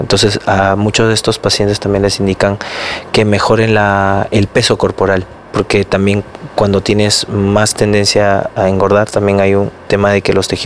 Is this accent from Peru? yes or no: yes; Cajamarca, Peru; Yo también soy de Cajamarca.